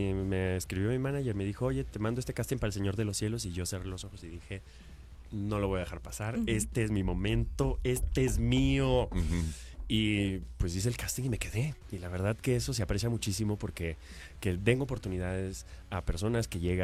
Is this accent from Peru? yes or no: yes; Peru; Isabela es cubana, Denia es griega, yo soy peruano.